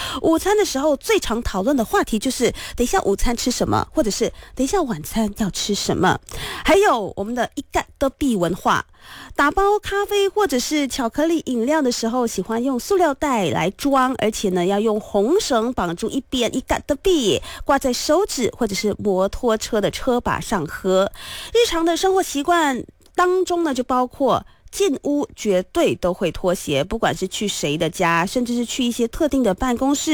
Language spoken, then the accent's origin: Chinese; Malaysia; 所以我们要为身为马来西亚人感到骄傲。